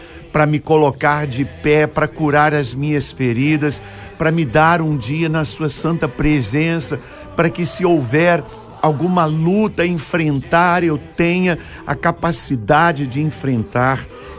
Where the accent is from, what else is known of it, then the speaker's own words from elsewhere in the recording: Brazil; para nós que somos brasileiros